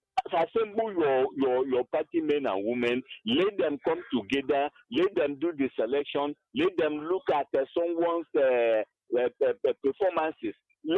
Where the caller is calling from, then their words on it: Enugu, Enugu State, Nigeria; I'm calling from Enugu.